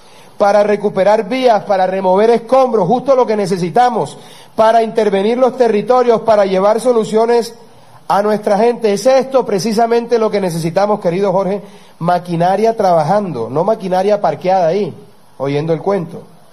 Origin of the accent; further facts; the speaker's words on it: Córdoba, Colombia; yo que soy cordobés y allá ha sido un departamento históricamente agricultor